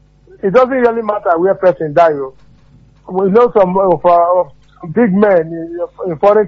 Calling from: Nigeria; I'm calling you from Olegwe.

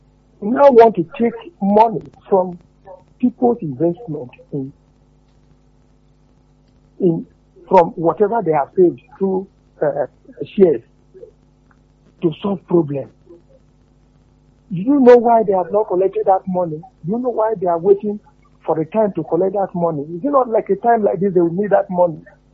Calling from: Lagos, Nigeria; I'm calling you from Lagos.

